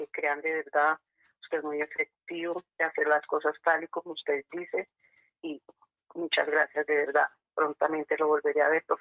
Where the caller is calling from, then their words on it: Tunja, Boyacá, Colombia; estoy llamando aquí de Tunja, Boyacá.